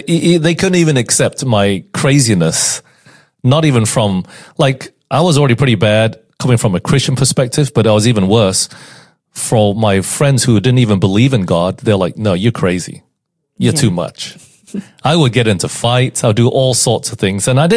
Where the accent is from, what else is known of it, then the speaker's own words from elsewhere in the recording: Singapore; born there; also born or lived in Malaysia / United Kingdom; I was born in Singapore. Then we moved to Malaysia for 2 years. Then we went to UK for 5 years. And although I'm Chinese, I don't speak Chinese.